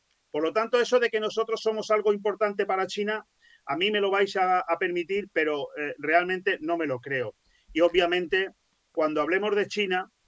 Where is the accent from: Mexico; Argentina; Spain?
Spain; los españoles somos el hazmerreír del mundo